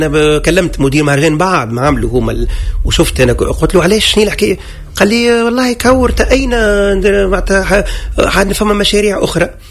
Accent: Tunisia; عندنا عازف من الهند عازف من الصين من مغوليا من السويد من فرنسا ومن كوبا وانا دونك من تونس.

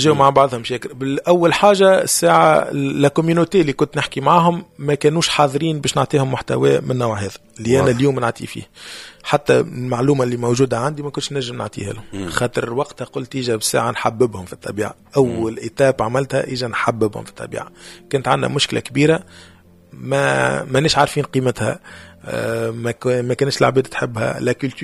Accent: Tunisia

